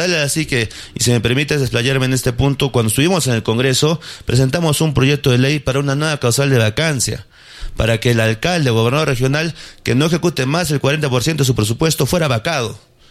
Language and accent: Spanish; Hunter, Arequipa, Peru; Somos jóvenes de Hunter que queremos lo mejor para el distrito. Yo vivo en Hunter, yo amo a Hunter